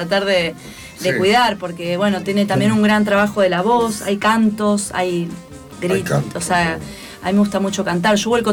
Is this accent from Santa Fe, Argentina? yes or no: yes; Montes de Oca, Santa Fe, Argentina; Está completamente rodada en Montes de Oca, en la República de Montes de Oca, que es mi pueblo, cerca de Caña de Gómez, Las Parejas, acá en el litoral.